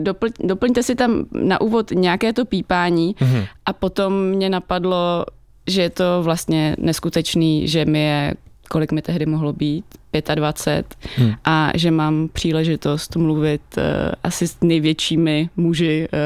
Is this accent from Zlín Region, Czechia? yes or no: yes; Slušovice, Zlín Region, Czechia; moved away; Jestli jsem jim říkala, že jsem ze Slušovic